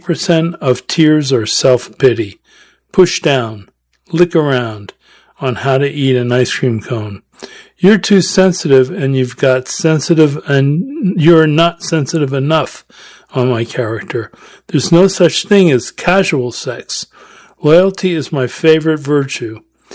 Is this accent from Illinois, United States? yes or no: no; California, United States; This was early 70s, before anyone called my hometown Silicon Valley